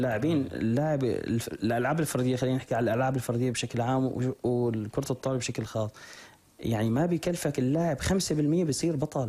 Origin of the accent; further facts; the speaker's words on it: Syria; عندنا بسوريا